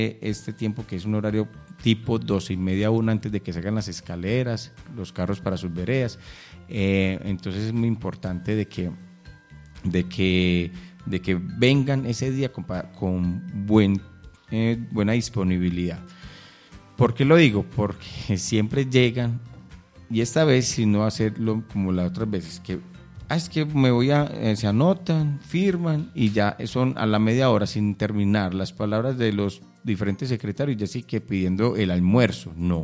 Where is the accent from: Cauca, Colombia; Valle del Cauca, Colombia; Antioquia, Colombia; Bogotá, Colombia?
Antioquia, Colombia; Angostura; Ustedes saben que nosotros somos de acá. Yo soy de acá de Angostura